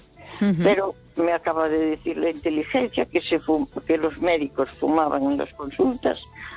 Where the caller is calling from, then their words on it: Santiago de Compostela, Galicia, Spain; de Santiago.